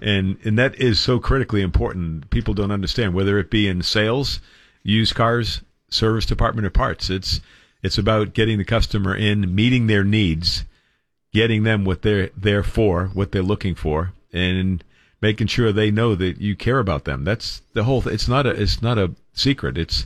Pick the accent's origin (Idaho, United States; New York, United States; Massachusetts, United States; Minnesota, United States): Massachusetts, United States; Boston; Well, when I grew up in Boston, right, Subaru kind of grew up in the Northeast.